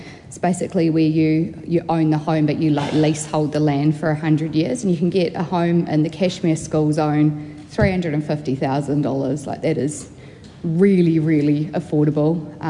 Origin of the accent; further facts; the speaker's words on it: Christchurch, Canterbury, New Zealand; I grew up in Bishopdale